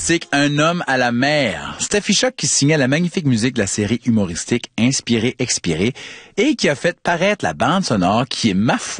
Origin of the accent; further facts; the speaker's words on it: New Brunswick, Canada; En tant qu'Acadien qui débarque là, c'est comme si j'arrivais chez nous.